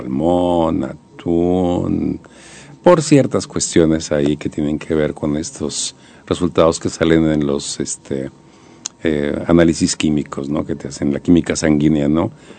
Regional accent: Torreón, Coahuila, Mexico; now in Nuevo León, Mexico; yo soy de Torreón.

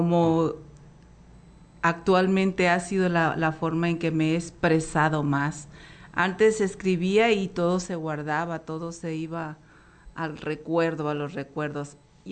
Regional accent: Guajimic, Nayarit, Mexico; born there; Nací precisamente en Guajimic, municipio de La Yesca.

